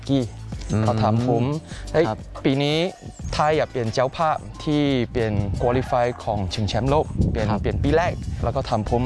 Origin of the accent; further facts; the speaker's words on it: Singapore; เป็นคนสิงคโปร์ครับ